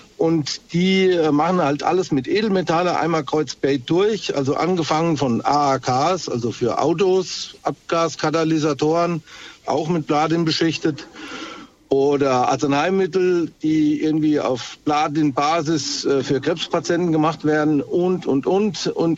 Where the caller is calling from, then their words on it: Steinau an der Straße, Hesse, Germany; Ich komme aus Steinau an der Straße im Ortsteil Seidenrot, ganz wichtig.